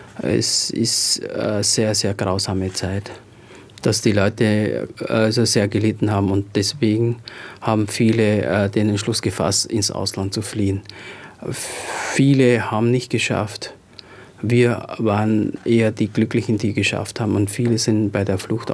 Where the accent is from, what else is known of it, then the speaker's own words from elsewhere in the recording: Cambodia; now in Europe; Wenn ich dort bin, dann sehen sie mich nicht mehr als Kambodschaner.